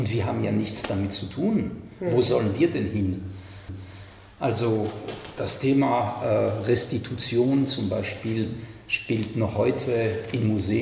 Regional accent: France; moved away; ich komme aus Frankreich

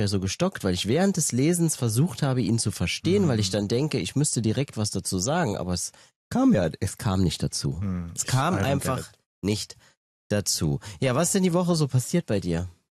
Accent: Trier, Rhineland-Palatinate, Germany; Ja, ich bin aus Trier.

